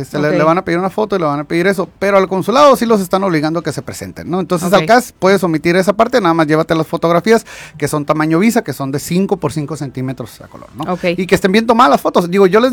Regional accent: Mexico

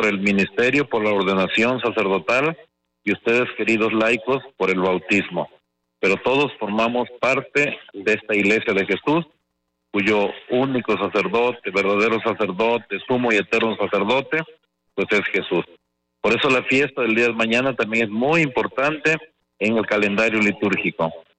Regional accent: Puebla, Mexico; visito mucho la Sierra Norte, mi tierra, la Mixteca poblana

